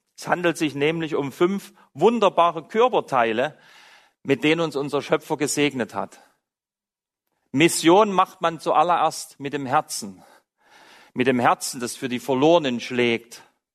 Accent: Saxony, Germany; dass ich aus Sachsen komme, dort bin ich aufgewachsen.

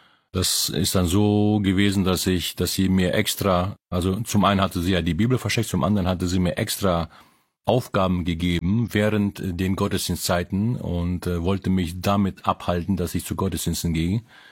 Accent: Philippines; Ich bin in den Philippinen aufgewachsen und mein Vater hat, der war Ingenieur und der hat auf einer anderen Insel gearbeitet.

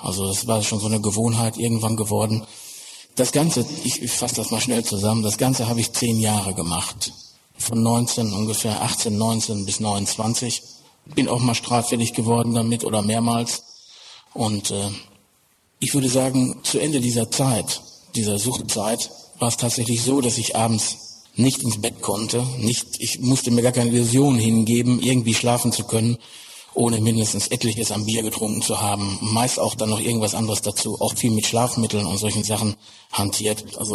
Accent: North Rhine-Westphalia, Germany; Ich bin aufgewachsen im Ruhrgebiet als Sohn eines Bergmanns

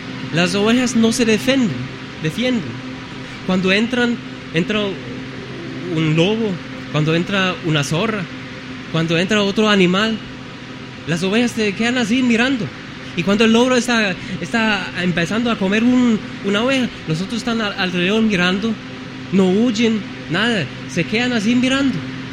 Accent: Germany; Spanish is a second language; En mi país, en Alemania, hay pastores.

